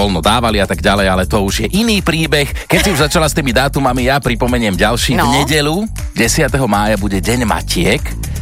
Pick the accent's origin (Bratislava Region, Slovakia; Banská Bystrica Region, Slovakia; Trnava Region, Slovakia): Trnava Region, Slovakia; Trnava; u nás v Trnave sa povie, že sedzeť a čakať.